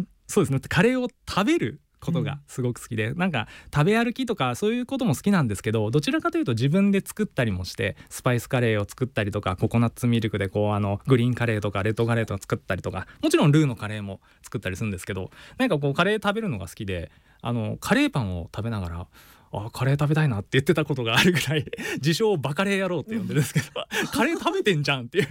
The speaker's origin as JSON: {"language": "Japanese", "region": "Hokkaido", "country": "Japan", "tie": "born there", "accent": "Hokkaido dialect", "moved": "yes", "said": "日本に戻ってきて、で北海道に、あの大半はもう北海道で過ごして、で青春時代はもう北海道で過ごしたので、もう8割方どさんこと言っても過言ではないという感じですかね。"}